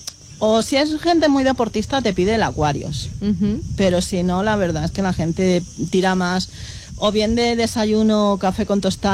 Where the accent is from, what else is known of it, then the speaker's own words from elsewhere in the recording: Roquetas de Mar, Andalusia, Spain; moved away as an adult; now in Beires, Spain; yo vengo de Roquetas.